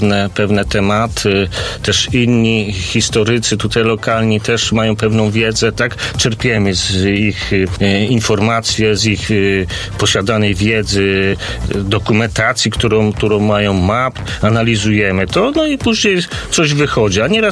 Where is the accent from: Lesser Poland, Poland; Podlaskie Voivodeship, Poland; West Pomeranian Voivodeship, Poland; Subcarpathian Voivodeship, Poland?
West Pomeranian Voivodeship, Poland; Szczecinek; born there; Ja się urodziłem w Szczecinku, tak notabene